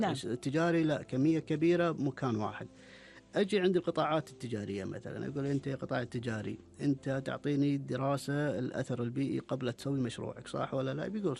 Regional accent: Kuwait; عندنا بالكويت

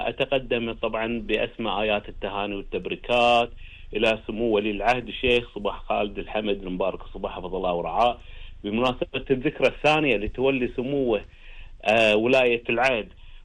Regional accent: Kuwait

